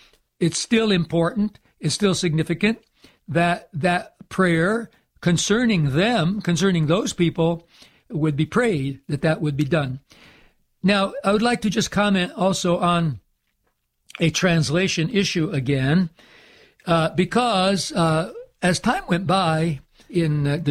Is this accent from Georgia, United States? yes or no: no; Endicott, New York, United States; now in Ellwood City, Pennsylvania, United States; I grew up in Endicott, New York, which to this day is technically a village. It is not a city.